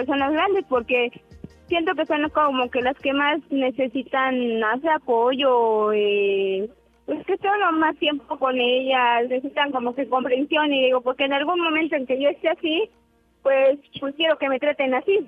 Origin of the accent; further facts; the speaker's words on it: Orizaba, Veracruz, Mexico; 40 y soy de Orizaba, Veracruz.